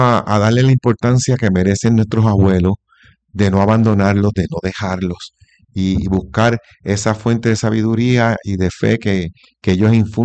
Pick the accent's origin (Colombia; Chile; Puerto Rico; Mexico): Puerto Rico; Cataño; moved away as an adult; now in Cayey, Puerto Rico; Pero yo soy del área norte, yo me crié en Cataño, mi familia toda es de Vega Alta. Y ahora actualmente ya llevo 12 años viviendo en Calle. No creo que salga de Calle, me gusta allí.